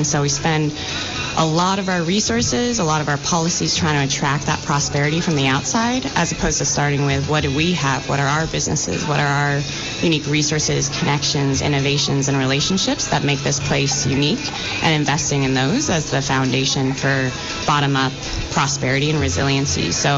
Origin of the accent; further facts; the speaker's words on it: Vermont, United States; growing up in Vermont